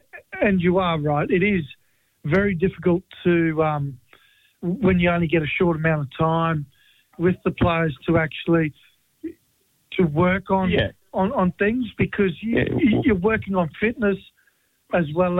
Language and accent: English; Queensland, Australia; I'm a Queenslander, so you know I bleed maroon.